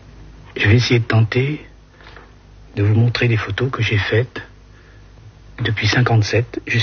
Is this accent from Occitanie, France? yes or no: no; Villefranche-sur-Saône, Auvergne-Rhône-Alpes, France; Je suis né à Villefranche-sur-Saône, dans une ferme, en 1942, le 6 juillet. Mes parents étaient cultivateurs, et voici l'entrée de la ferme. J'y ai passé toute mon enfance.